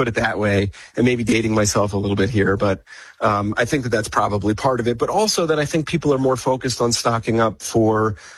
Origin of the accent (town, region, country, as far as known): Pennsylvania, United States; born or raised there